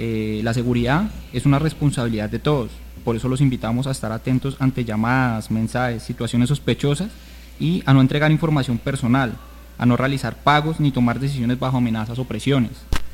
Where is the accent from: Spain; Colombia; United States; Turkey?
Colombia; Bogotá; moved away; No, señor, yo soy de Bogotá.